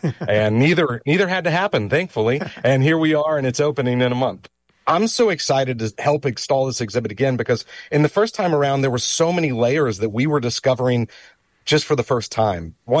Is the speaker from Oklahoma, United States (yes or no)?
yes; Tulsa, Oklahoma, United States; I grew up in Tulsa, Oklahoma, very much, you know, an aerospace state.